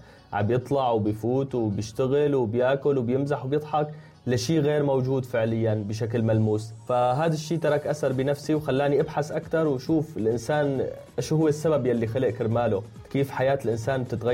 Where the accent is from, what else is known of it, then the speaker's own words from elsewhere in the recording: Syria; now in Turkey; هلأ أنا ببداية رحلتي من سوريا لتركيا بصراحة ما كنت إنسان بعتبر نفسي مثقف